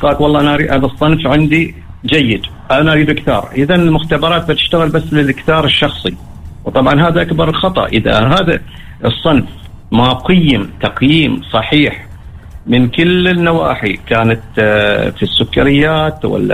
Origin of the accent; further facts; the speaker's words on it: Oman; عندنا في عمان